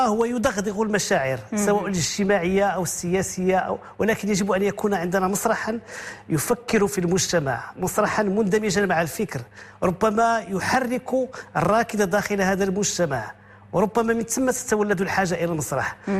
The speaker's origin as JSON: {"language": "Arabic", "town": "Meknes", "region": "Fès-Meknès", "country": "Morocco", "said": "أولا اخترت مكناس لأنها مدينتي، وقلت مع نفسي أنا لست فنانا فقط، فأنا مواطن"}